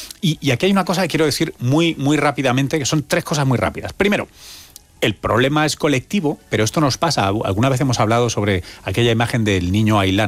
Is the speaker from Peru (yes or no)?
no; Tomelloso, Castilla-La Mancha, Spain